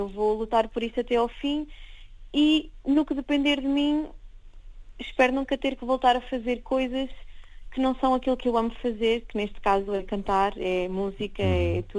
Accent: Aveiro, Portugal; born there; also born or lived in Porto; Família é de Aveiro. Entretanto, fui estudar teatro para o Porto.

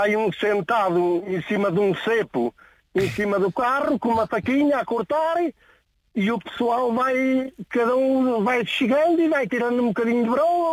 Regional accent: Portugal; Eu sou mesmo de Picão.

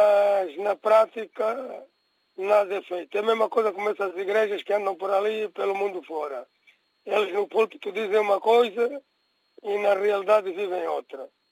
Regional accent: Portugal; É a mesma coisa como aqui em Portugal. Eu como português, o português branco é meu irmão

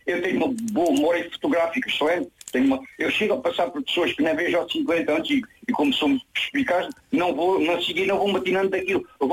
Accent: Almodóvar, Beja, Portugal; born there; além de dizer que se costuma dizer que é nasci mesmo em Almodóvar.

